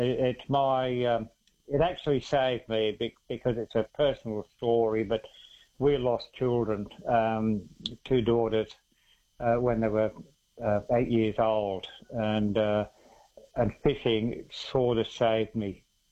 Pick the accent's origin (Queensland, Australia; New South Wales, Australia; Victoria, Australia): New South Wales, Australia; So yeah, we grew up in the Illawarra, and I done all my fishing there.